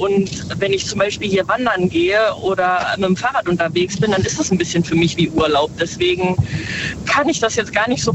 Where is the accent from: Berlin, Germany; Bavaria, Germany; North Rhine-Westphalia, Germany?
North Rhine-Westphalia, Germany; Neunkirchen; Rhein-Siegreis. Aus Neunkirchen.